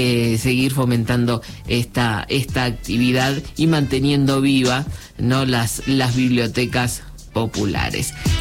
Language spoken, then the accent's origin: Spanish; Buenos Aires, Argentina; yo me crié en Capital Federal